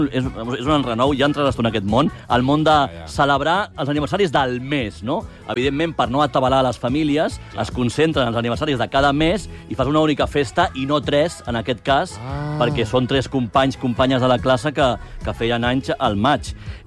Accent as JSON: {"language": "Catalan", "region": "Galicia", "country": "Spain", "tie": "born there", "moved": "yes", "said": "Jo és que soc gallec"}